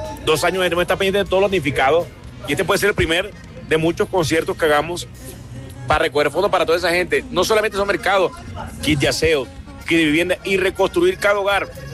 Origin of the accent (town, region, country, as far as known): Colombia